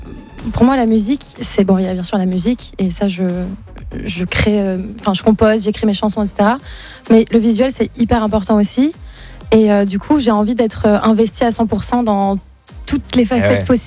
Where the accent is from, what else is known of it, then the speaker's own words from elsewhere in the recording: Nice, Provence-Alpes-Côte d'Azur, France; moi en même temps, je suis niçoise et quand j'ai chanté à Nice, c'était